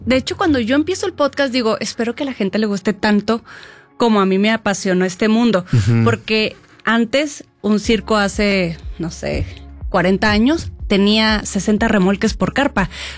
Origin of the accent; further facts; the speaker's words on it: Monterrey, Nuevo León, Mexico; moved away; porque yo soy de Monterrey, tengo uh-huh. 16 años acá, y el circo que llegaba a Monterrey